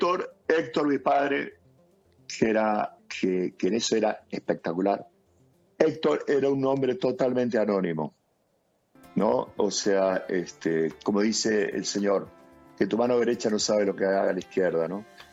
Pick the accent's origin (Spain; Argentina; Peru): Peru